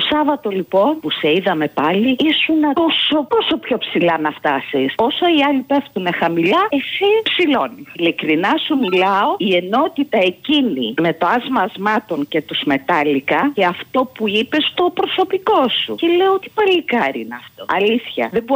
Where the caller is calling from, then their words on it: Glyfada, Attica, Greece; από Γλυφάδα.